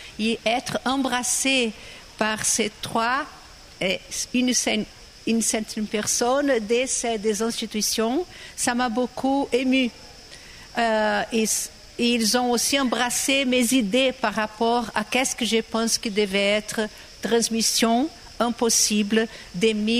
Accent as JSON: {"language": "French", "country": "Brazil", "second_language": "French", "said": "chez moi, au Brésil"}